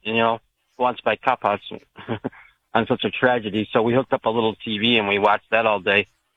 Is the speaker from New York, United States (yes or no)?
yes; New York, United States; now in Maui, United States; calling from Maui. I was born in New York and grew up there, and I remember 9/11.